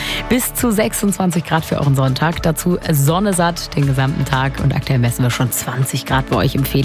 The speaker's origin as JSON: {"language": "German", "town": "Bergisch Gladbach", "region": "North Rhine-Westphalia", "country": "Germany", "tie": "born there", "said": "beziehungsweise, nee, jetzt muss ich beichten, ich bin in Bergisch Gladbach geboren."}